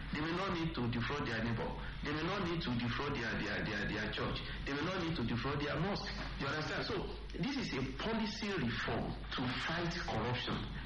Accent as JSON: {"language": "English", "country": "Nigeria"}